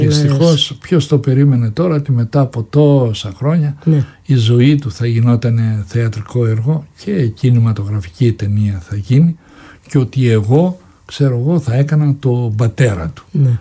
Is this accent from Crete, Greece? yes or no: yes; Anogeia, Crete, Greece; ξεχυλίζουν τώρα να παίξω στο χωριό μου και να κάνω και τον πιο εμβληματικό ήρωα του χωριού που μεγαλούργησε … που τον έζησα, τον πατέρα του, τον έζησα.